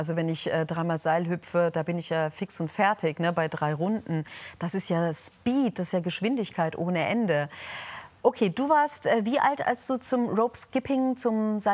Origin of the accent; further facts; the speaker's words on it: Heidelberg, Baden-Württemberg, Germany; ich komme aus Heidelberg